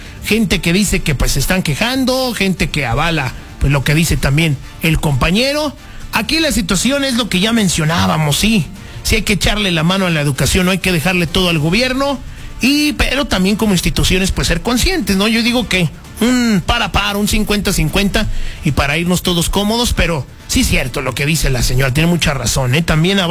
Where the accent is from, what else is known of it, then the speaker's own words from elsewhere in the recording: Mexico; así somos todos los mexicanos